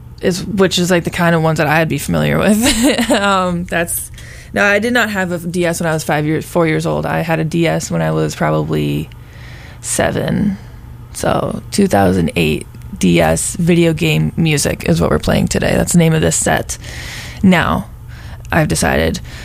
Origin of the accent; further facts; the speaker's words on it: Averill Park, New York, United States; I live out in Avril Park. AP, class 2019